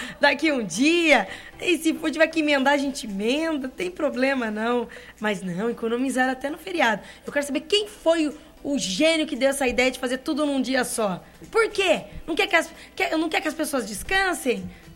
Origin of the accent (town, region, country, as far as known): Limeira, São Paulo, Brazil; born or raised there